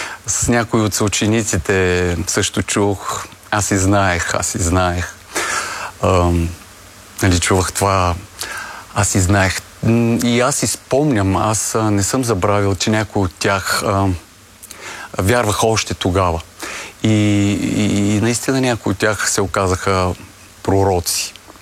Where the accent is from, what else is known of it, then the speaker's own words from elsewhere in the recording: Zlatograd, Smolyan Province, Bulgaria; accent: Rhodope dialect; moved away; ние имаме много различен, много цветен, много хубав диалект, родопския диалект, особено Златоград, той е малко по-различен от дори на 9 км от Златоград, от селцата и грачетата, които са наблизо.